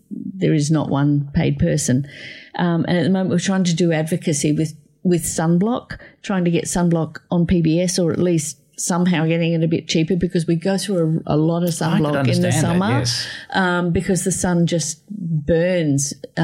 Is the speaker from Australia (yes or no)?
yes; Australia; born there; I'm actually thankful I was born in Australia.